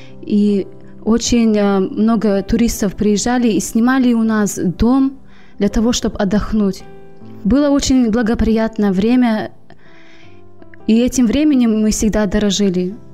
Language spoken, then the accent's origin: Russian; Gudauta, Abkhazia, Georgia; now in South Carolina, United States; Ну, я родилась в Абхазии, эта местность называется Гудаута. Многие не знают, но это очень маленькое место. В областном она считается как Грузии. Эта местность очень красивая. Мы жили прямо около Черного